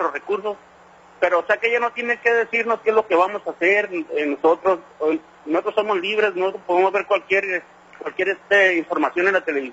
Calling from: Mexico; Yo creo que la presidenta nos representa a nosotros como mexicanos

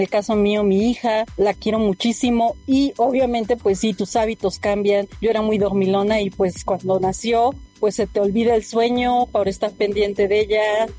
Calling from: Puebla, Mexico; de la Colonia Santiago.

